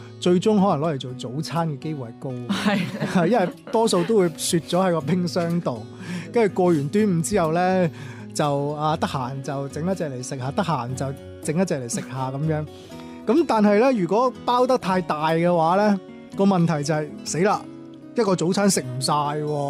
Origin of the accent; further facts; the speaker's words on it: Guangzhou, Guangdong, China; 我係喺廣州長大嘅，我即係我父母嗰代已經出咗嚟廣州啦，咁啊喺呢一邊咧就成長嘅。